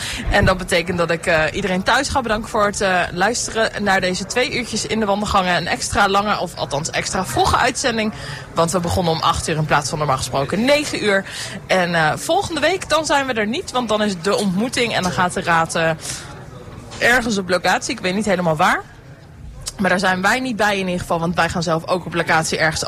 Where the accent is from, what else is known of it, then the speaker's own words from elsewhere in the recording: Apeldoorn, Gelderland, Netherlands; ik kom uit Zuidbroek.